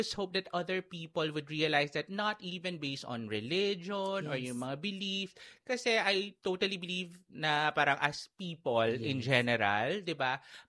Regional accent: Quezon City, Metro Manila, Philippines; kahit taga QC po ako.

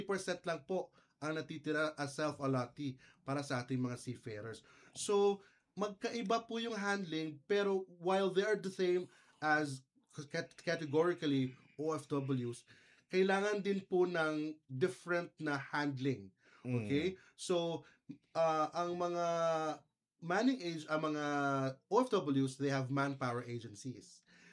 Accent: Panaon, Northern Mindanao, Philippines; Originally from Panaon, Misamis Occidental.

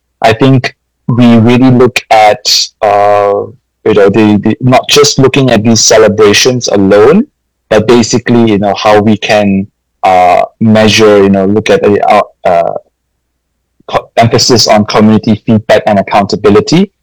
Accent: Malaysia; I'm originally from Malaysia.

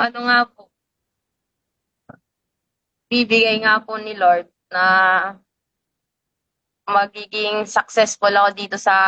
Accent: Masbate province, Bicol Region, Philippines; Taga Masbate province po.

